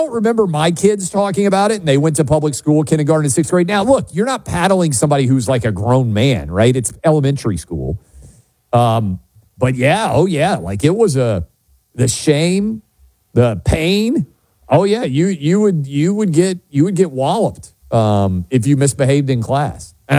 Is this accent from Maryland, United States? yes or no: no; New York City, New York, United States; This is where growing up in New York City, I would have been very surprised